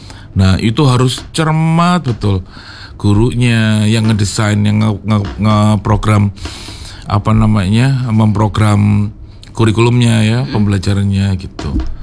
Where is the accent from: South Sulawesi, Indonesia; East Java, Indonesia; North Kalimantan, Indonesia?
North Kalimantan, Indonesia; saya dari Kalimantan Utara Mbak, jadi dari pinggiran, dari perbatasan di Indonesia yang berbatasan dengan Kalimantan, dengan Malaysia